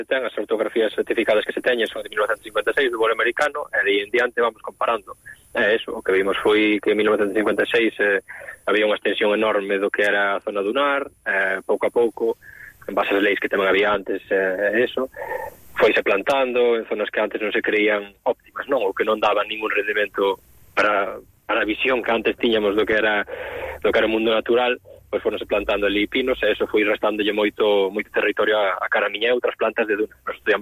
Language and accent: Galician; Camariñas, Galicia, Spain; son de Camariñas, sempre tuve un enlace moi forte ca propia planta, no? Ca especie, ca cultura da zona e tal.